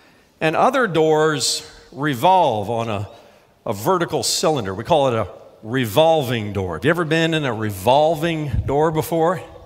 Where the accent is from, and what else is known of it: Indiana, United States; born or raised there